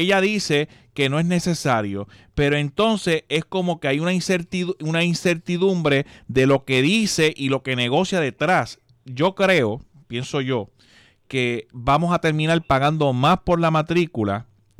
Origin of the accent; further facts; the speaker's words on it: Quebradillas, Puerto Rico; mi pueblo, en Quebradilla